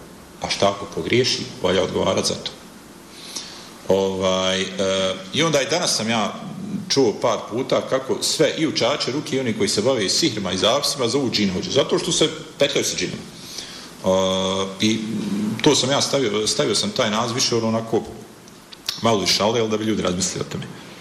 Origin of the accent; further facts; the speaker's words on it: Maglaj, Zenica-Doboj Canton, Bosnia & Herzegovina; Ja sam se često družio sa starim ljudima, pogotovo kod nas u Maglajevo, sa ljudima iz džamije.